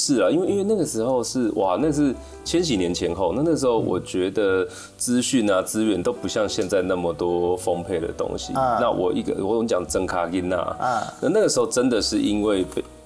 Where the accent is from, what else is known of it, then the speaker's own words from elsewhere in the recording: Chiayi, Taiwan; moved away as an adult; 我就是想在我的家乡做。